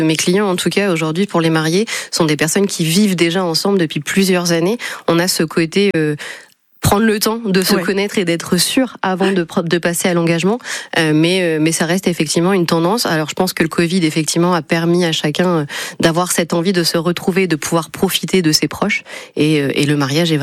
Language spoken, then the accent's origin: French; France